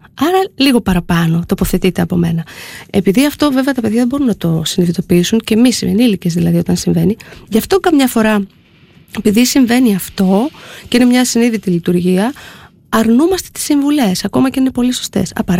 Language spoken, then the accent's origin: Greek; East Macedonia and Thrace, Greece; αν έρθει εμένα η μαμά μου, που είμαι και από τη Θράκη, και μαγειρεύω ένα χοιρινό με κρέας, που είναι ωραίο φαγητό θρακιώτικο